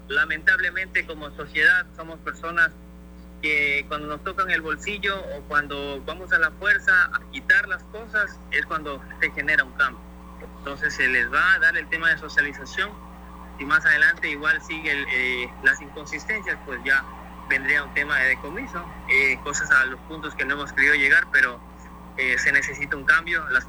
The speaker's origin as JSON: {"language": "Spanish", "town": "Santo Domingo", "region": "Santo Domingo de los Tsáchilas", "country": "Ecuador", "moved": "as an adult", "said": "Yo soy de aquí de Santo Domingo. Por mi trabajo me ha tocado irme a otras ciudades, pero hoy he vuelto acá a Santo Domingo"}